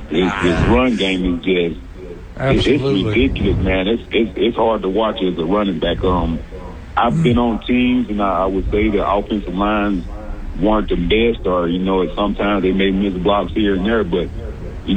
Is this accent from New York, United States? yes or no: no; Arkansas, United States; So growing up in Arkansas, and I would see Arkansas-Texas games